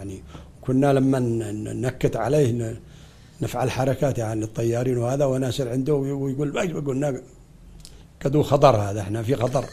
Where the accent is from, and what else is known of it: Yemen; also born or lived in Kyiv